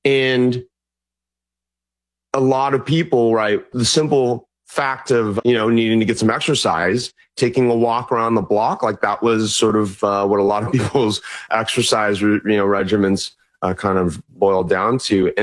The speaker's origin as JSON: {"language": "English", "town": "Mission Viejo", "region": "California", "country": "United States", "tie": "born or raised there", "lives_now": "San Francisco, United States", "said": "You know, I grew up in Orange County in Mission Viejo. I went to, you know, school in LA now, and then went to grad school in Monterey, and you know, live here in San Francisco. So, you know, I'm a native Californian, born and bred here."}